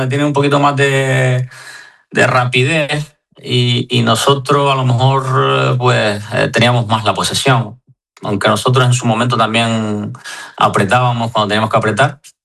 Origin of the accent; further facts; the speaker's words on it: Arguineguín, Canary Islands, Spain; now in Madrid, Spain; Ahora sí que estuve en verano en mi pueblo, en Arguineguí, entrené con el equipo, que está Juan Carlos Valerón ahí de entrenador. Y luego aquí en Madrid, pues voy a jugar a veces con el Colmenar Viejo